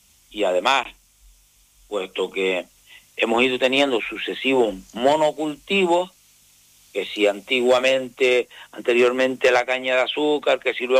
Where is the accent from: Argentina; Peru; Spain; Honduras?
Spain; Canary Islands; Luego, ese es nuestro origen y nuestra entrada como pueblo canario en la historia.